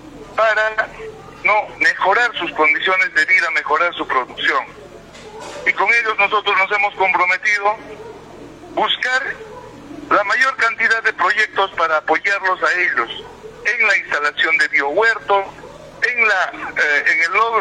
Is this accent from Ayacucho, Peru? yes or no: no; Yunguyo, Puno, Peru; mi querida ciudad de Yunguyo, a mis queridos 24 barrios, por donde he caminado yo a pie